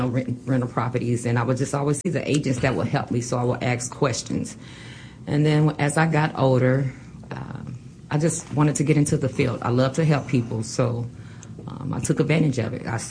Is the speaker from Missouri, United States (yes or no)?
yes; Kansas City, Missouri, United States; I am from Kansas City. Been in Kansas City all my life.